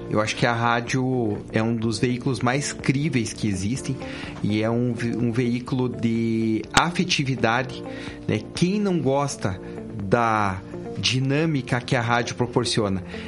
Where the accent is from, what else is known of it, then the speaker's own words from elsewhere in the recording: Guarapuava, Paraná, Brazil; Na minha infância, eu sou de Guarapuava